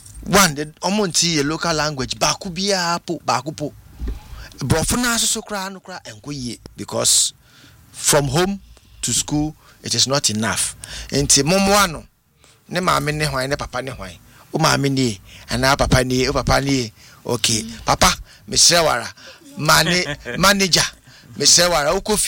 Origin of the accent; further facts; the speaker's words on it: Ghana; in Ghana, our music that we are known for as Ghanaians is known as high life music.